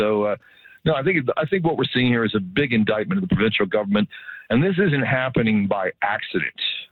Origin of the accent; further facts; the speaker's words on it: Canada; I'm a Canadian.